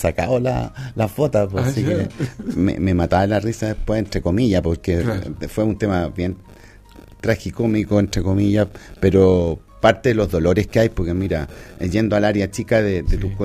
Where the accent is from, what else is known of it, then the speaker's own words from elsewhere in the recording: Los Andes, Valparaíso, Chile; Los que somos andinos, nacimos acá, cuando crecimos en los colegios en la época, los 70, 80, sí.